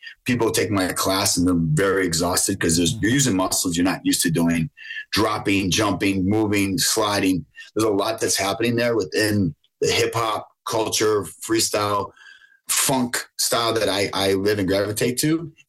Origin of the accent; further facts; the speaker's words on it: Buffalo, New York, United States; growing up in Buffalo, I was more geared towards the East Coast sports